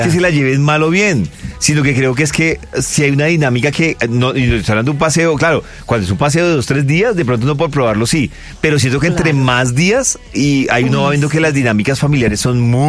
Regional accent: Bogotá, Colombia; Yo lo que me he dado cuenta es que, uy, y ahí sí, yo siendo rolo lo digo, me he dado cuenta, incluso hablándolo con gente de Medellín, de Cali, de otras ciudades

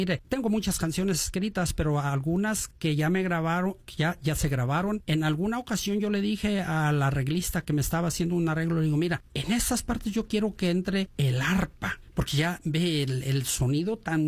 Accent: Limón, Jalisco, Mexico; Yo soy de Limón, Jalisco, y allá hay muy buenos mariachis en el Grullo

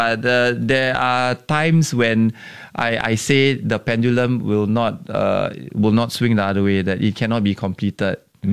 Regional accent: Singapore

